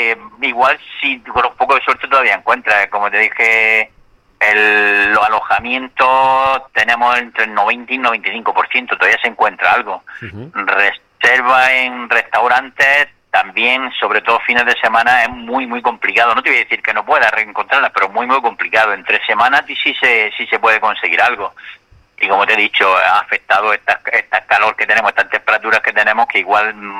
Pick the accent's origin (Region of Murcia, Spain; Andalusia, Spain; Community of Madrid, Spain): Region of Murcia, Spain; Águilas; born there; Llevo muchísimos años aquí en la hostelería. Yo nací aquí en Águila